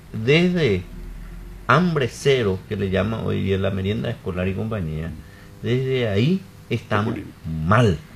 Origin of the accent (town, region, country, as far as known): Paraguay